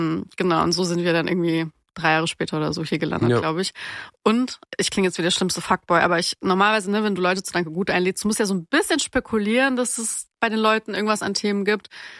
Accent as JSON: {"language": "German", "region": "Berlin", "country": "Germany", "said": "Ich bin ja aus Berlin"}